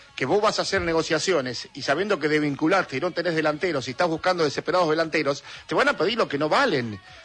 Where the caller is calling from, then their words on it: Malargüe, Mendoza, Argentina; de Malargüe. … Hace frío ahí en Malargüe.